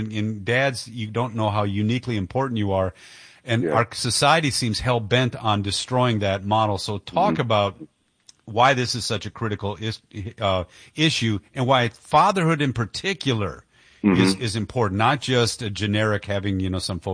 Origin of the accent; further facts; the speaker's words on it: Detroit, Michigan, United States; I grew up in Detroit, sir.